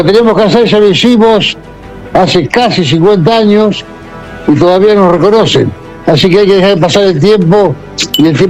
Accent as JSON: {"language": "Spanish", "country": "Argentina", "said": "Y todos los partidos que ha hecho en la clasificación de Qatar acá, a mí como argentino me ha representado."}